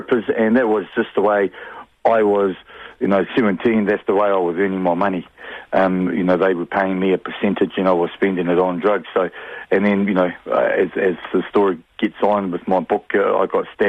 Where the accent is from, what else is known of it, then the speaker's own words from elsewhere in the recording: Hastings, Hawke's Bay, New Zealand; I was born in Hawke's Bay. I'm always been a Kiwi dude, as you know, born and bred here.